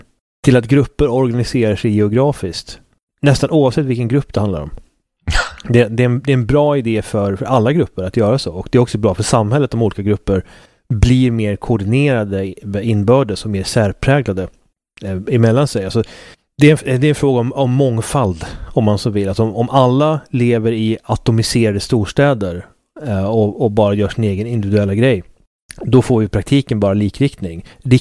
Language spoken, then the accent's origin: Swedish; Sweden; jag säger Falun för jag är svensk.